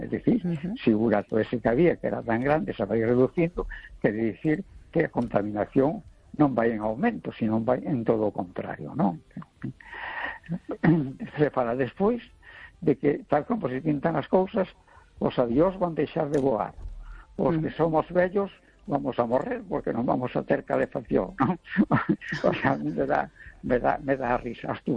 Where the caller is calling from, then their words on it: A Coruña, Galicia, Spain; de La Coruña.